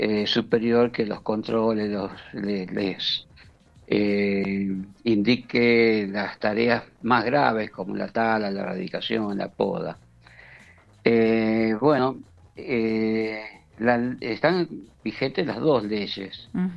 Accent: Godoy Cruz, Mendoza, Argentina; como yo soy de Godoy Cruz, o sea, a la dirección, a Forestación de Godoy Cruz.

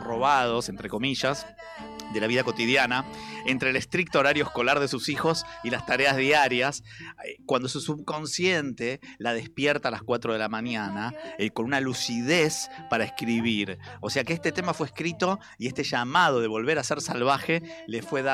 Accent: Argentina

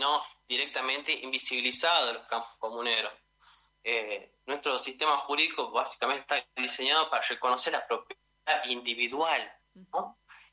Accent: La Rioja, Argentina; nuestra identidad como riojanos argentinos.

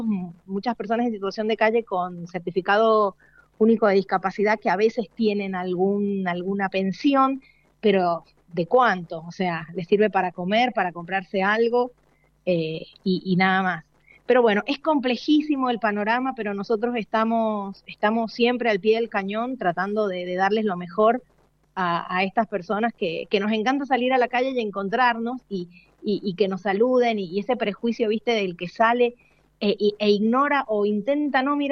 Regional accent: San Juan, Argentina; now in Mendoza, Argentina; Yo soy sanjuanina, hace 20 años que vivo en Mendoza

